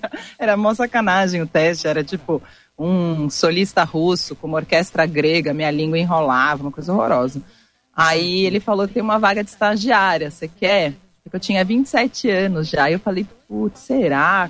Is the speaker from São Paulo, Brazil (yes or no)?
yes; São Paulo, Brazil; Eu sou de São Paulo, nasci em São Paulo, estudei direito 4 anos, larguei no 5º, fui fazer teatro